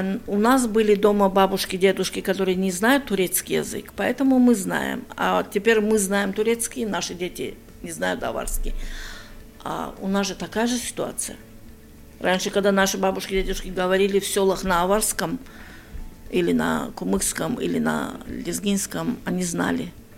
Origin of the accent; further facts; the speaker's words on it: Dagestan, Russia; Но откуда бы мы ни были, когда знают, что приехали из Дагестана, так встречают, как будто они так ждали своих родственников и увидели.